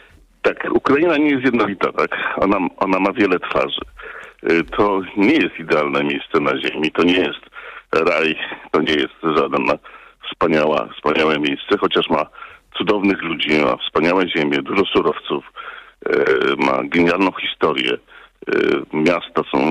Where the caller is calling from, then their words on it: Lubusz Voivodeship, Poland; jestem potomkiem uchodźców z Wołynia, tak? My tu na ziemi lubuskiej przeżywamy Krwawą Niedzielę